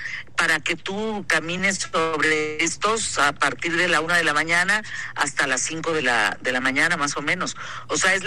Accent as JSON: {"language": "Spanish", "country": "Mexico", "said": "tenemos una obligación como mexicanos para poder hablar de nuestro país."}